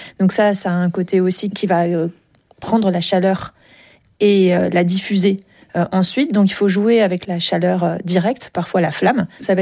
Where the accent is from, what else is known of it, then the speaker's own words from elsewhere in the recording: France; je suis française, hein, donc forcément, j'ai une culture culinaire française qui est familiale